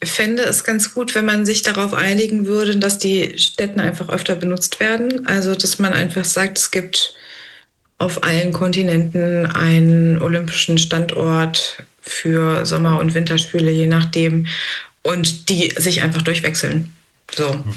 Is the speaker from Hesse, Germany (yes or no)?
no; North Rhine-Westphalia, Germany; also ich bin in NRW aufgewachsen, und die haben wirklich großartige, also da gibt es Seen, da gibt es Sportstätten